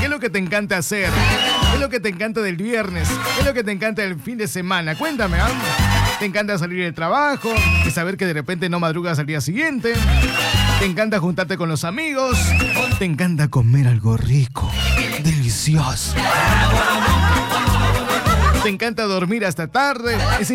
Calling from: Villa El Salvador, Lima, Peru; de Villa El Salvador, Smith, buenos días.

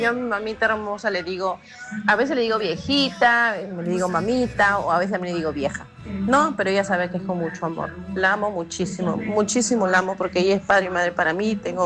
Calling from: Lima, Peru; soy de San Juan de Miraflores

